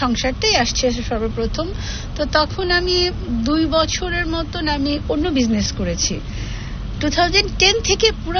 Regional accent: Jamalpur, Mymensingh Division, Bangladesh; also born or lived in Savar; আমার ছোটবেলাটা কেটেছে জামালপুরে। আমি বড় হয়েছি আমার দাদার কাছে, আমার আব্বু আম্মু ডিভোর্স ছিল, তো এর জন্য আমাকে বড় করেছে আমার দাদা। তো ক্লাস সিক্স পর্যন্ত আমি জামালপুরে ছিলাম, ক্লাস সেভেন থেকে আমি সাভারে ছিলাম

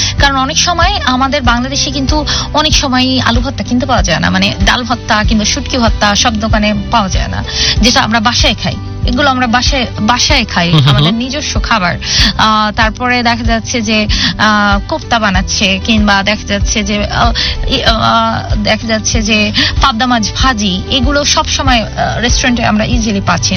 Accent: Bangladesh; আমরা বাংলাদেশিরা কিন্তু একটু বিলাসী আছি

